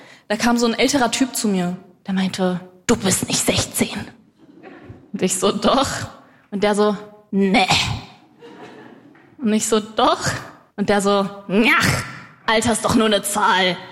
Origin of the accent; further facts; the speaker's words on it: Berlin, Germany; ich bin 20 Jahre alt und ich komme aus Berlin-Neukölln.